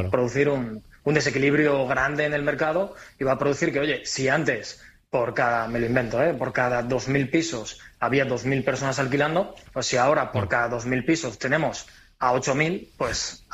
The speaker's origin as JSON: {"language": "Spanish", "town": "Altea", "region": "Valencian Community", "country": "Spain", "said": "yo llegué de un pueblito de Alicante, de Altea, me fui a estudiar a Valencia con tres amigos del bachiller."}